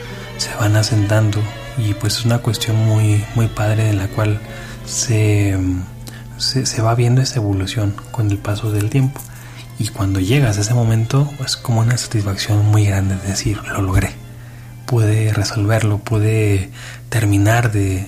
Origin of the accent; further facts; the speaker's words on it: Durango, Mexico; now in Xalapa, Mexico; es que yo soy de Durango.